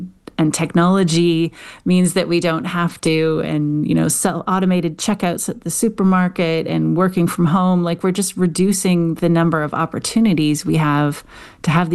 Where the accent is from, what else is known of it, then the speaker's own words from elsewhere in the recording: Canada; accent: Canadian; just with my funny Canadian accent.